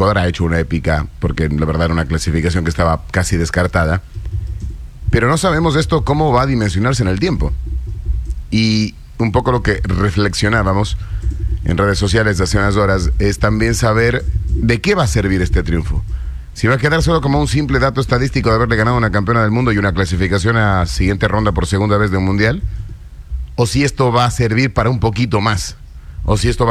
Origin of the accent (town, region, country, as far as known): Chile